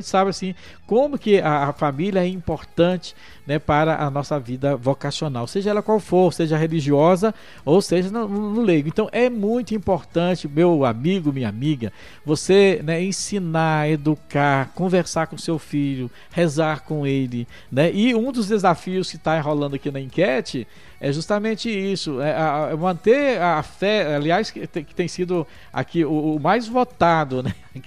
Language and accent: Portuguese; Minas Gerais, Brazil